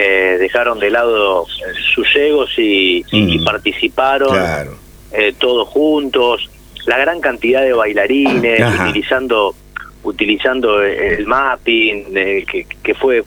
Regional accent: Rosario, Santa Fe, Argentina

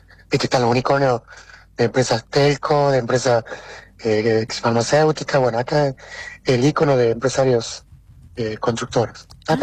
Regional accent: La Rioja, Argentina; me crié en La Rioja escuchando de obras que empiezan y no terminan.

